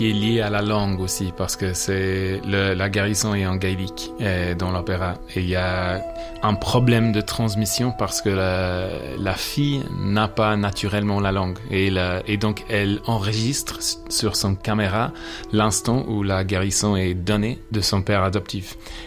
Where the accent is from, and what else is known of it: Ireland; French is a second language